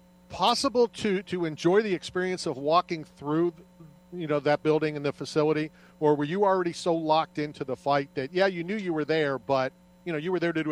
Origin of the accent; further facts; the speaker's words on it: United States; because I'm an American in your country.